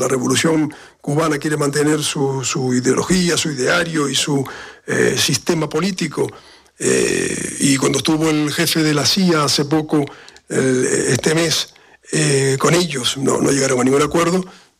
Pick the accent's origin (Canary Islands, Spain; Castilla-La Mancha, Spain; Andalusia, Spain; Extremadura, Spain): Canary Islands, Spain; ¿De dónde eres?, me preguntó Raúl al pasar por el pabellón de Cuba. Y cuando supo que era canario, dijo: entonces conoces a Cubillo.